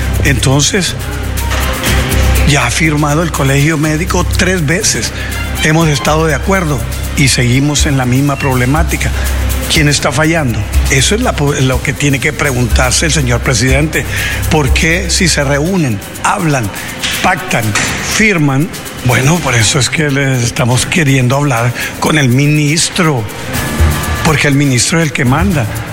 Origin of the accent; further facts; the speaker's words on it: Honduras; un contraste que como hondureño no nos deja muy satisfechos.